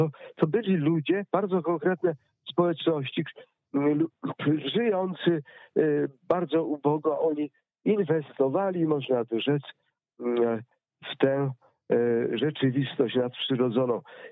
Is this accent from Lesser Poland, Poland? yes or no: no; Pomeranian Voivodeship, Poland; born or raised there